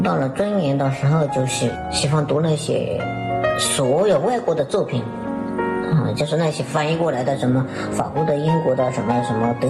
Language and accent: Chinese; China; 我们中国人这么来的，